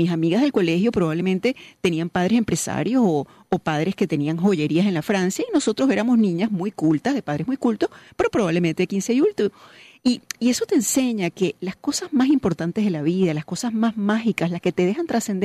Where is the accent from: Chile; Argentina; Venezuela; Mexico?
Venezuela; Caracas, Capital District; No, yo no viví en el IBIC, pero mis vacaciones... siempre vivimos en el Rosal.